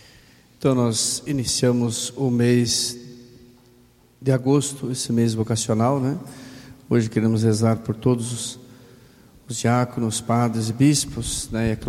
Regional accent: Paraná, Brazil; moved away; Eu sou do interior do Paraná

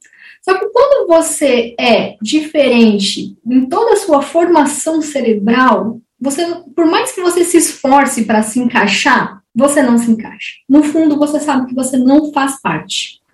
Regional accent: São Paulo, Brazil; moved away as an adult; now in Santa Catarina, Brazil; eu sou paulista, mas moro há 12 anos em Santa Catarina. Eu tenho 32 anos.

